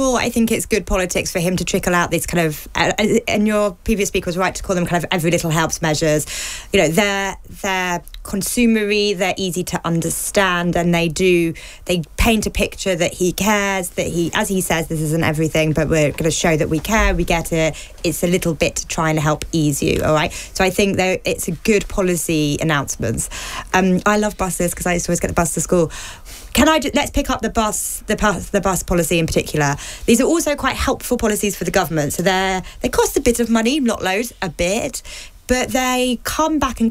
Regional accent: London, United Kingdom; I'm a Londoner. I got the bus always to school and they were cheap in London, although we still had to pay back when I was a kid.

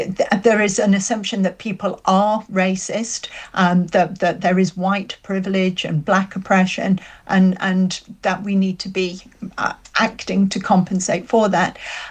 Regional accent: Middlesbrough, North East England, United Kingdom; in my town growing up in Middlesbrough

